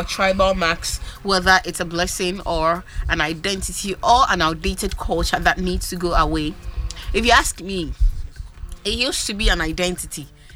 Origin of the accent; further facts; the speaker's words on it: Bono, Ghana; I come from the Bono region.